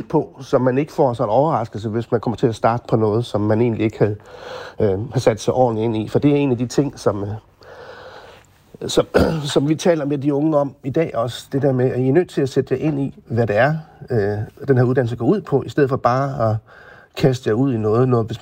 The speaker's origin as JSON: {"language": "Danish", "region": "Jutland", "country": "Denmark"}